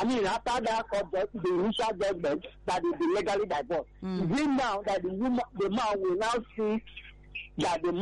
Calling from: Ikotun, Lagos, Nigeria; I'm calling from Abaranjo, Nikoto.

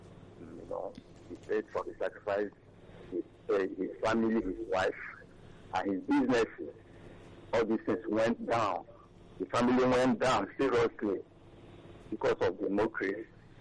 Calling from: Nigeria; I'm calling from Eba.

